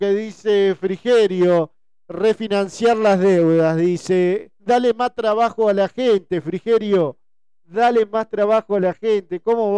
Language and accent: Spanish; Strobel, Entre Ríos, Argentina; Porque la gente que somos de Strobel somos gente laburadora, gente que toda la vida vivía en paz.